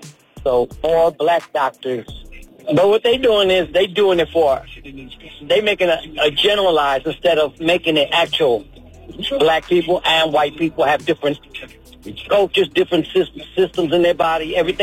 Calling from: Tomball, Texas, United States; I'm calling from Tomball, Texas.

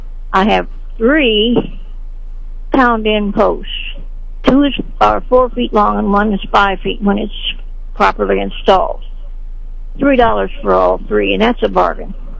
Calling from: Sedalia, Missouri, United States; I'm coming from Sedalia.

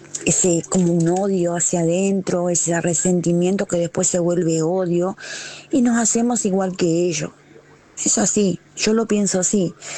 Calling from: San Cristóbal, Argentina

